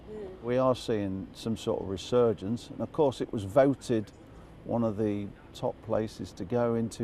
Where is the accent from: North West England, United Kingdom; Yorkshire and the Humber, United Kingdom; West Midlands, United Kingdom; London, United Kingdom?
Yorkshire and the Humber, United Kingdom; Hull; born or raised there